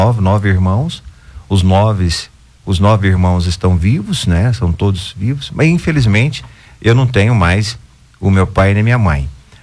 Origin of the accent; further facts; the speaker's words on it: Goiânia, Goiás, Brazil; Eu nasci aqui em Goiânia mesmo. Eu nasci no Hospital São Lucas.